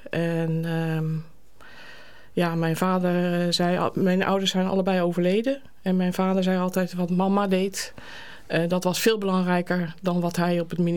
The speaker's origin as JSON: {"language": "Dutch", "town": "The Hague", "region": "South Holland", "country": "Netherlands", "tie": "born there", "moved": "yes", "lives_now": "Gouda, Netherlands", "said": "ik ben geboren in Den Haag."}